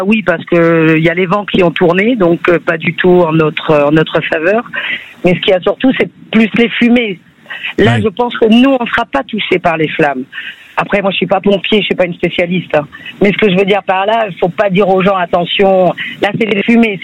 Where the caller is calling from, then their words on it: Arès, Nouvelle-Aquitaine, France; j'habite à Arès